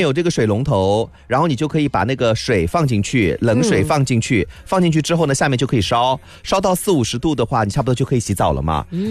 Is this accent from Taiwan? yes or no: no; Yixing, Liyang, Jiangsu, China